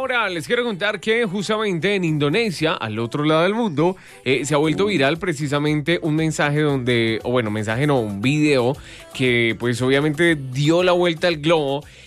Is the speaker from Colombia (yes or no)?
yes; Boyacá, Colombia; Todos somos boyacenses y como bien lo dice Duan, hacemos parte de este hermoso himno, de esta hermosa identidad que es ser boyacense.